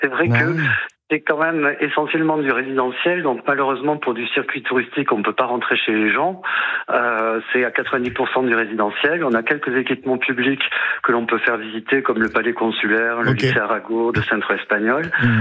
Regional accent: Toulouse, Occitanie, France; Je suis toulousain, donc je parle sans crainte.

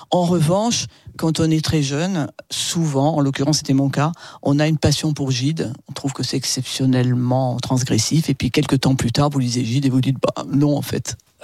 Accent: Marseille, Provence-Alpes-Côte d'Azur, France; je suis marseillaise, je ne connais personne

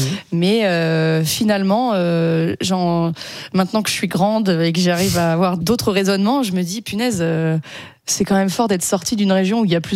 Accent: Auvergne-Rhône-Alpes, France; now in Paris, France; Au début, je me souviens que comme je suis montée très tôt à Paris, j'ai vite voulu dire « Non, mais je viens de Paris, je joue à Paris. » Et j'ai eu un complexe de dire que je venais d'Auvergne

